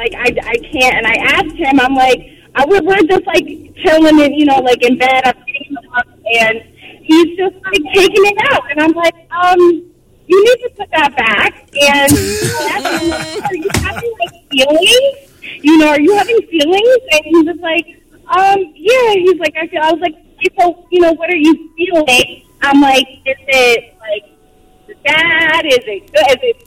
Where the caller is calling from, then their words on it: Edison, New Jersey, United States; I'm from Edison